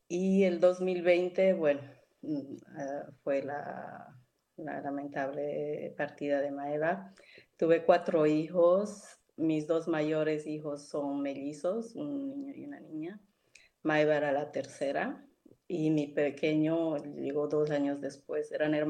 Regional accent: Tarija, Bolivia; moved away as an adult; now in Belgium; yo soy boliviana, nací en Tarija, viví en Bolivia hasta mis 26 años, estudié ingeniería informática y también estudié idiomas, porque siempre me apasionaron los idiomas. Aprendí inglés y francés en Bolivia

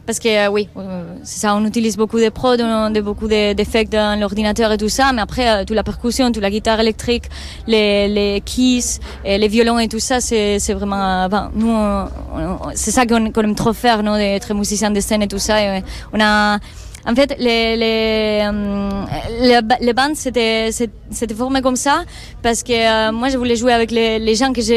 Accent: Spain; moved away as an adult; now in Brussels, Belgium; je suis espagnole, mais je suis passée à Bruxelles

